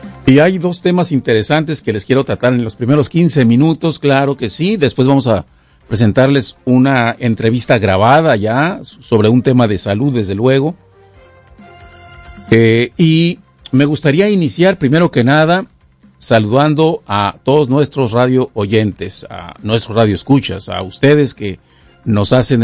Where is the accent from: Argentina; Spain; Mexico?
Mexico; now in United States; precisamente aquí en los Estados Unidos y también en nuestro país de origen, mayormente para quienes somos mexicanos